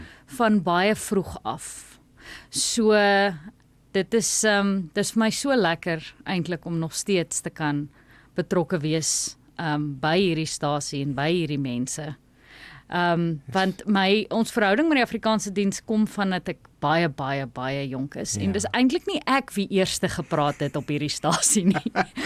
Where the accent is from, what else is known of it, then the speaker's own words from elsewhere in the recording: Namibia; also born or lived in Pretoria, South Africa; Ek sê altyd ek is nie gebore in Namibië nie, maar definitief getoe in Namibië. My ouers het Namibië toe gekom toe ek baie klein was, onder 'n jaar oud was. Gebore in Pretoria